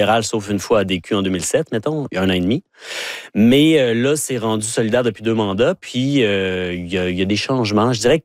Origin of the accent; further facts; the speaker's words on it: Vanier, Ontario, Canada; born there; oui, je suis né à Vanier, en face du marché oui. du store. Mais, donc, je suis un deuxième génération.